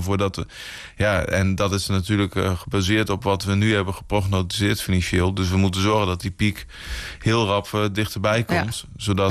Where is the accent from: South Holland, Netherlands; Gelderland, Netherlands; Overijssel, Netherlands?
Overijssel, Netherlands; IJsselmuiden; moved away as an adult; also born or lived in Kampen; now in Blokzijl, Netherlands; Ik ben in IJsselmuiden geboren en opgegroeid. En toen ik getrouwd ben, heb ik een paar jaar in Kampen gewoond. Nou, 12 jaar. En nu ondertussen bijna 5 jaar in Blokcel.